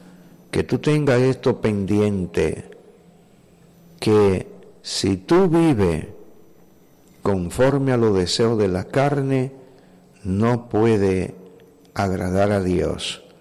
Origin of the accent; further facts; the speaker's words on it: Dominican Republic; nosotros como dominicanos